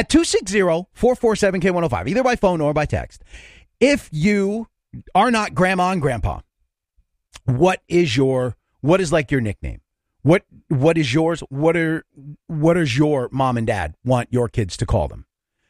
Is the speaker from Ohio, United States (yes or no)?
no; New York, United States; I grew up in New York